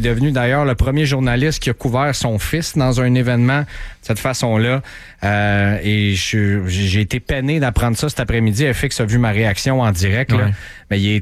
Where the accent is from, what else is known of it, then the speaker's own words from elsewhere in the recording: Montreal, Quebec, Canada; il m'a dit « Est-ce que tu viens de Seattle parce que c'était contre le Kraken? » Je dis « Non, je viens de Montréal. »